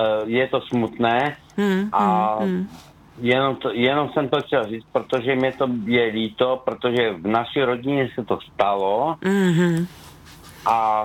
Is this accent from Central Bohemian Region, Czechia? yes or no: no; Skotnice, Moravian-Silesian Region, Czechia; já jsem na to pyšný, že jsem … že jsem ze Skotnice